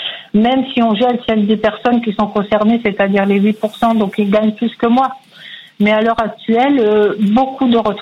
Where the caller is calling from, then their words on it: Provence-Alpes-Côte d'Azur, France; Je vous appelle des Bouches-du-Rhône.